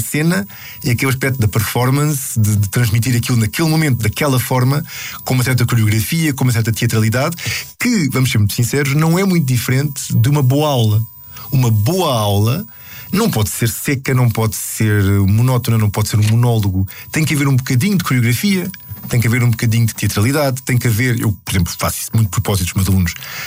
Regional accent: Lisbon, Portugal; moved away; A minha infância foi passada ali no Lumiar, um bairro muito típico de Lisboa

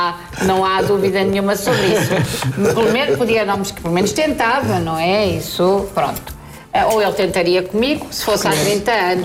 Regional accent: Amadora, Lisbon, Portugal; born there; é da Amadora, escusas, a Amadora é um sítio muito nobre, especialmente o sítio onde eu nasci, a Porcalhota.

